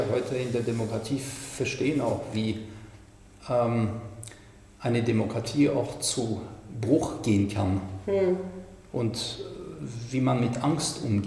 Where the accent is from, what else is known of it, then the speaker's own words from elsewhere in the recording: Munich, Bavaria, Germany; Gerade in München, wo ich herkomme, da waren sie sehr aktiv natürlich.